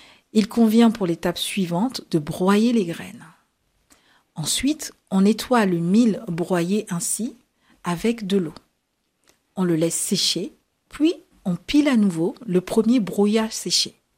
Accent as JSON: {"language": "French", "country": "Senegal", "said": "Moi aussi, je suis sénégalaise."}